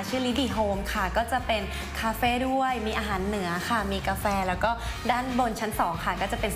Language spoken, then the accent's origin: Thai; Chiang Mai, Thailand; หนูเป็นคนเมืองเจ้า